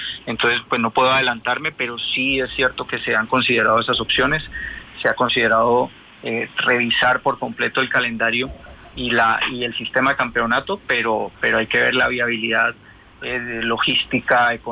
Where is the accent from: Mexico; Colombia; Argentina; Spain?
Colombia; Cali, Valle del Cauca; apoyarnos como caleños, como vallecaucanos